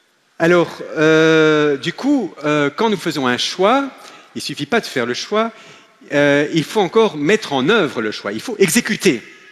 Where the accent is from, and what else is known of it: Belgium